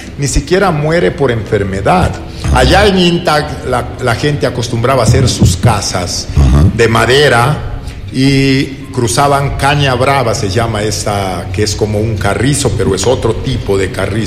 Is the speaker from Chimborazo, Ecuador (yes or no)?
no; Vacas Galindo, Imbabura, Ecuador; Ya, mi pueblo es la parroquia de Vacas Galindo.